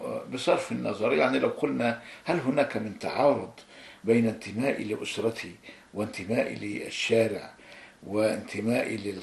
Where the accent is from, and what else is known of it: Egypt